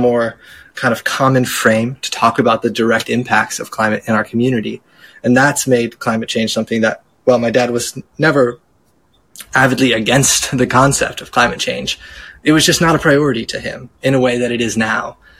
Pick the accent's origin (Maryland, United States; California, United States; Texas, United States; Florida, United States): California, United States; San Diego; But I grew up in San Diego. And if you're familiar with Southern California, we have a lot of fires and increasingly a lot of fires.